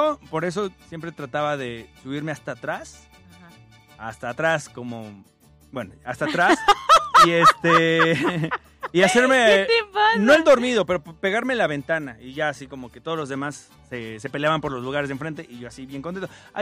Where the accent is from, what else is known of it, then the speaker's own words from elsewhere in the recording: Mexico; cuando escuchas un mariachi, te llenas de orgullo de decir, es que soy mexicano y esta es mi música.